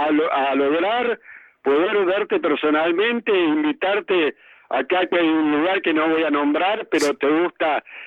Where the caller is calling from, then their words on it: Mar del Plata, Buenos Aires Province, Argentina; de Mar del Plata. Hace 3 meses que no llamo.